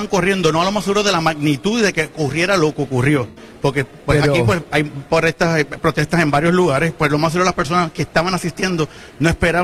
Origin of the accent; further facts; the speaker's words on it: Caguas, Puerto Rico; soy de Caguas. Represento la parte norte de Caguas y casi todo el pueblo de Burabo.